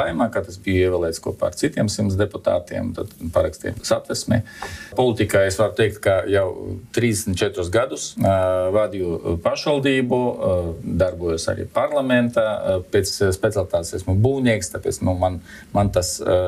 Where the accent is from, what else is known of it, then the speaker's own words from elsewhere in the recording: Rēzekne, Latgale, Latvia; born there; Dzimis Rēzekne, šeit pat Latgalē, un uzskatu, ka tā ir tā vieta, kur man jāpaliek, kā teikt, uz mūžu.